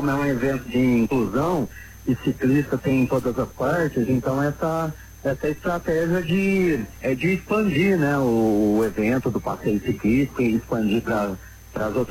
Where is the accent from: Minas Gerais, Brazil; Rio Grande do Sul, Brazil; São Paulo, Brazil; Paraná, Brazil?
Minas Gerais, Brazil; Poços de Caldas; Eu sou aqui de Poços de Caldas, eu participo de um grupo que trabalha com a inclusão de pessoas com deficiência visual.